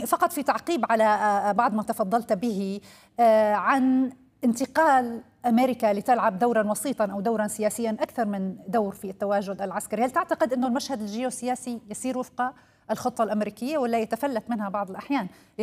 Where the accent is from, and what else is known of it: Syria